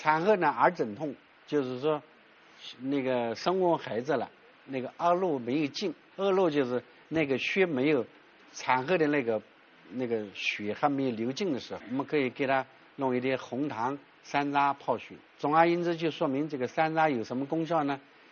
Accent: China; 我们中国人现在有一个问题

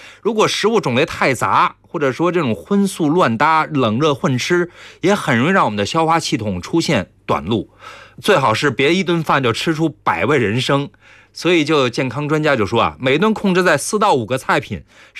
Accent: China; 我们中国人炒菜最普遍使用的三种基础原材料调料哈，食盐、酱油。

